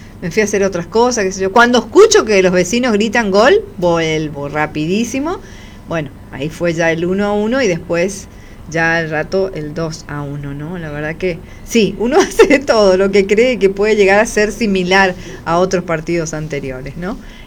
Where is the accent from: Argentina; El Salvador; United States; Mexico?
Argentina